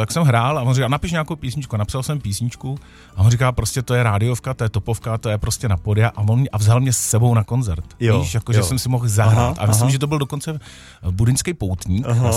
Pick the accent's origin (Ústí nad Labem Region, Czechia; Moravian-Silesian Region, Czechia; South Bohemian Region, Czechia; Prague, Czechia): Ústí nad Labem Region, Czechia; Česká Kamenice; Takže jsem z České Kamenice, kde to naprosto miluju.